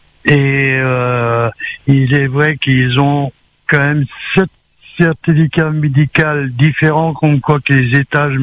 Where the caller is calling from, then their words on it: Saint-Denis, Réunion; parce que j'habite au Chaudron, juste à côté de la place du marché